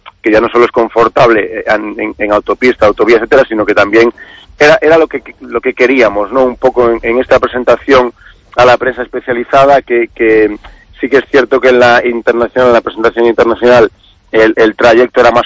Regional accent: Galicia, Spain; Por supuesto. Yo como gallego...

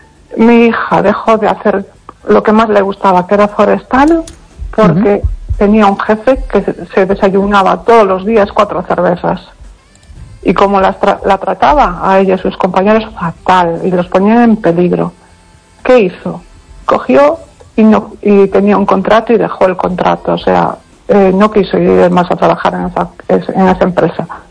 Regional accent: Pontevedra, Galicia, Spain

